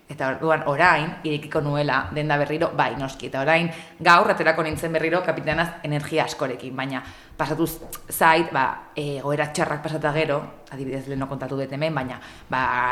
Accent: Hondarribia, Basque Country, Spain; eta ni Hondarribikoa naiz, eta oso pozik nago

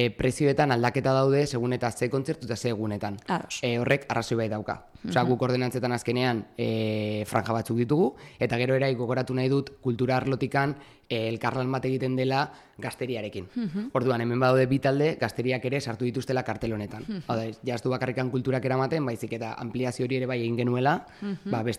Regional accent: Irun, Basque Country, Spain; baina Irundarra naiz

